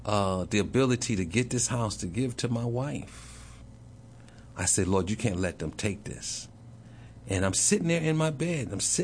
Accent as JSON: {"language": "English", "town": "New York City", "region": "New York", "country": "United States", "said": "I'm from New York City."}